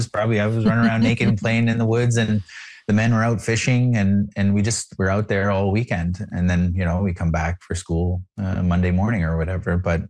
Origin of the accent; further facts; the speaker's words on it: Toronto, Ontario, Canada; born there; my mom, like I was born in Toronto, you know, but I grew up in community.